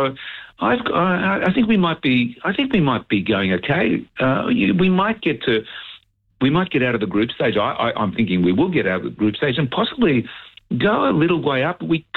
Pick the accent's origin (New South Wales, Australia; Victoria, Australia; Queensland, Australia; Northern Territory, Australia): Victoria, Australia; certainly I come from Victoria, so, you know, big on the AFL.